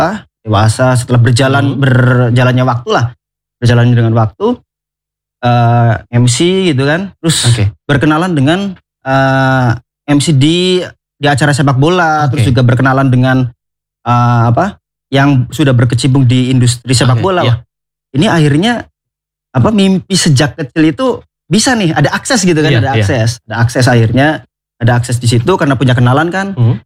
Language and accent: Indonesian; Kebumen, Central Java, Indonesia; Nah, dari zaman kecil kan saya kecilnya tuh di Kebumen ya.